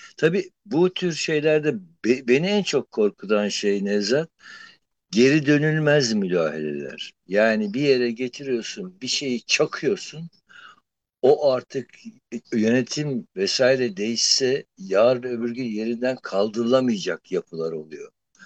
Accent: Eskişehir, Turkey; Peki madem sudan söz ediyoruz, gel Eskişehir'i konuşalım. Ben Eskişehir doğumluyum.

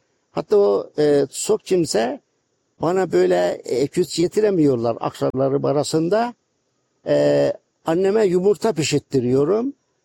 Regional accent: Tortum, Erzurum, Turkey; born or raised there

